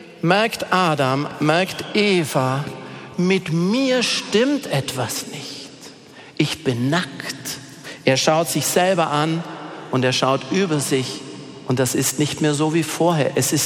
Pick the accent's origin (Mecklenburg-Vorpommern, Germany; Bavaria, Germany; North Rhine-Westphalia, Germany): Bavaria, Germany; Und wenn du irgendwo hier in Bayern, ich komme aus dem Allgäu, gehst du ins Allgäu